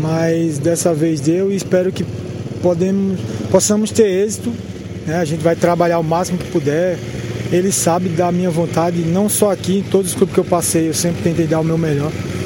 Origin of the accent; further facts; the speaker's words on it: João Pessoa, Paraíba, Brazil; now in Rio Grande do Sul, Brazil; eu sou natural de João Pessoa. No começo a gente sempre sente um pouco, essa época de frio aqui é bem pesado para a gente que é de lá do Nordeste.